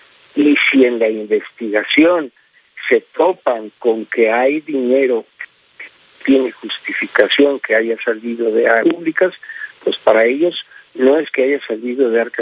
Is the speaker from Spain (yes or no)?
no; Mexico; Nosotros, como mexicanos